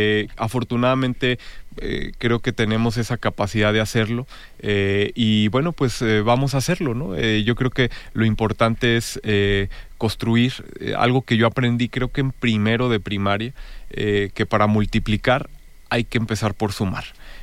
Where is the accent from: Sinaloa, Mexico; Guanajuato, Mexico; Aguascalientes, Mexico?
Guanajuato, Mexico; Irapuato; Es el amor que tenemos por Irapuato, por esta tierra que nos ha visto crecer. Aquí yo en lo particular, pues aquí están mis amigos, aquí está la familia que yo decidí formar, aquí están mis ancestros, y bueno, pues esta es mi tierra